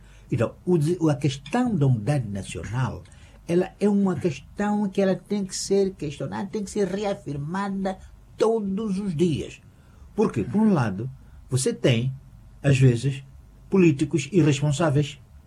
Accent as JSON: {"language": "Portuguese", "region": "Inhambane", "country": "Mozambique", "said": "eu sou de Inhambane, falo Xitsua, eu sou misto de Bitonga e Matua, sim senhora, eu pertenço àquela, mas acontece que eu pertenço a um mundo maior."}